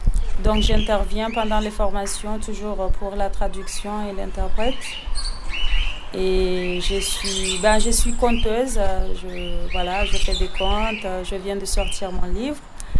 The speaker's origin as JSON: {"language": "French", "country": "Comoros", "moved": "as an adult", "lives_now": "Réunion", "said": "Je suis comorienne. Je suis arrivée ici en 2006 pour continuer mes études."}